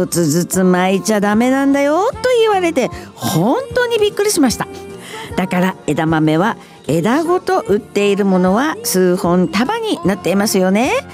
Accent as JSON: {"language": "Japanese", "region": "Tokyo", "country": "Japan", "tie": "born there", "also_born_or_lived": "Niger", "said": "私は東京生まれなのであまり農産物に詳しくなく、"}